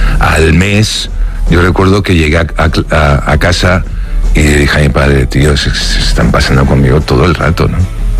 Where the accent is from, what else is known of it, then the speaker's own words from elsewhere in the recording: Barcelona, Catalonia, Spain; born there; Si yo nací en Barcelona, porque soy murciano.